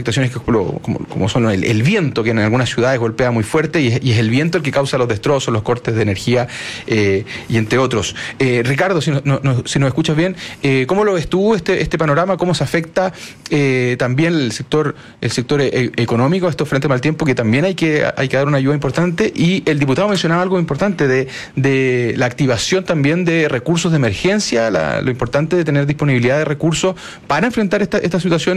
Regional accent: Concepción, Biobío, Chile; yo soy de Concepción y crecí desde chico viendo las noticias

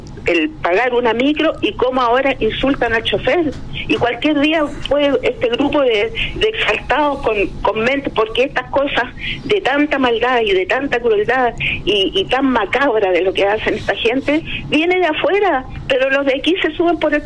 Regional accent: Santiago Metropolitan Region, Chile; Nacida y criada en Las Valles, al llegar a Rodrigo de Araya.

